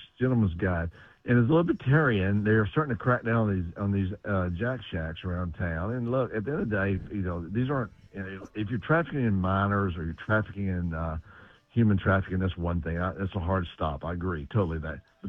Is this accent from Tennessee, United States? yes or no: yes; Columbia, Tennessee, United States; In Columbia, Tennessee, my hometown